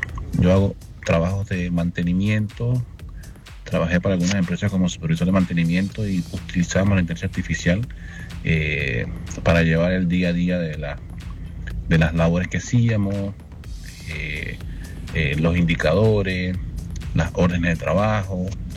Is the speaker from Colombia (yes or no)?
no; Venezuela; now in Buenos Aires, Argentina; Soy venezolano y pues bueno, todas las mañanas cuando me conecto los sábados, pongo tu programa.